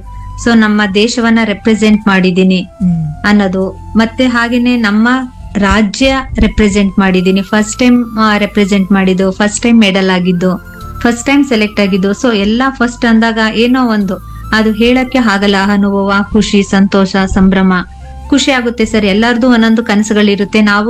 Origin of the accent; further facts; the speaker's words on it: Kanchagarakoppalu, Karnataka, India; 1-7 ನಾನು ಕಂಚಗಾರಕೊಪ್ಪಲಲ್ಲೇ ಓದಿದ್ದು, 7th PU ನಮ್ಮ ಊರಿನ ಪಕ್ಕ 4 ಕಿಲೋಮೀಟರ್ ಕೆಸ್ತೂರ್ ಕೊಪ್ಪಲು.